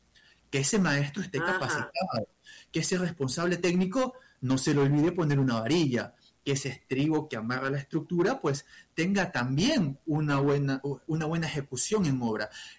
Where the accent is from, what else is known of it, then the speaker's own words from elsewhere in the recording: Portoviejo, Manabí, Ecuador; soy portovejense, manabita, presente en aquel evento telúrico